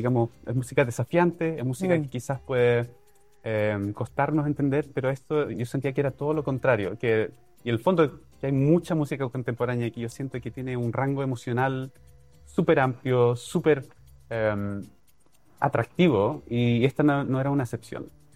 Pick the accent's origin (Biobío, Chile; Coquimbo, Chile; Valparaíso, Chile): Valparaíso, Chile; Viña del Mar; moved away as an adult; also born or lived in London; y no me fui hasta los, 22, si no me equivoco. Y más importante que eso, soy viñamarino. Yo viví en Viña, mi niñez, mi adolescencia, y fue el comienzo de mi adolescencia.